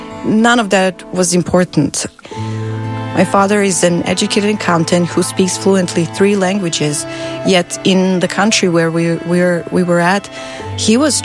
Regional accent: Republika Srpska, Bosnia & Herzegovina; English is a second language; I was born and raised on the Serbian side.

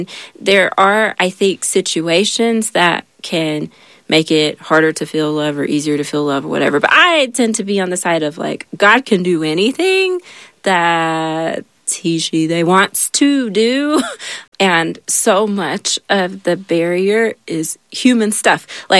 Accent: the South, United States; being a young teenager growing up in the South.

